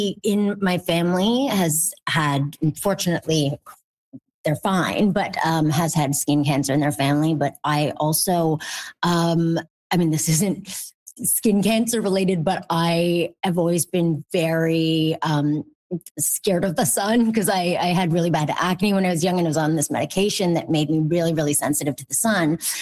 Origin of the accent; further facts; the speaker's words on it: Montreal, Quebec, Canada; And they told me that they were coming to Montreal, which is my hometown.